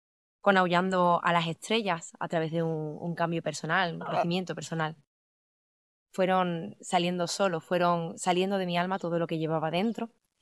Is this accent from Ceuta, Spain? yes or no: no; Seville, Andalusia, Spain; Soy una poeta sevillana